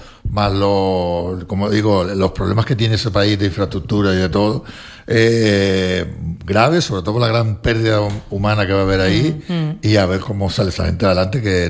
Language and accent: Spanish; Venezuela; born there; moved away; Yo que nací en Venezuela